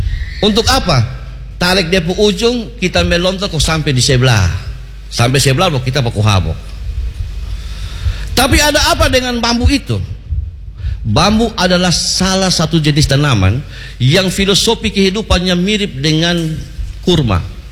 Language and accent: Indonesian; East Nusa Tenggara, Indonesia; Kami orang Pura itu, kami banyak tanam pohon bambu.